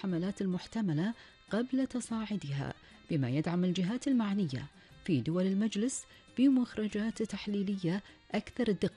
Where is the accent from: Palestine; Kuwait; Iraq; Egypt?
Kuwait; طبعا هذه كانت فقرتنا في أخبار ديرتنا الحبيبة الكويت وآخر المستجدات.